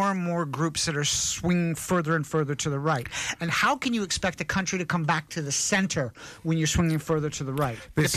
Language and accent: English; Alberta, Canada; And where I grew up was near Treaty 7 land. And so we had the Piikani, we had the Piikan, we had Blackfoot, which are related to the Cree Indians.